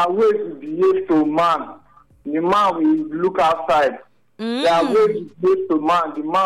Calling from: Sapele, Delta, Nigeria; I'm calling from Sapele.

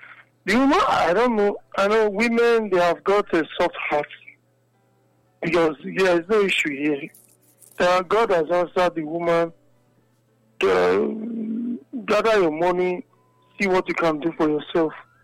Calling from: Benin City, Edo, Nigeria; I'm calling from Benin.

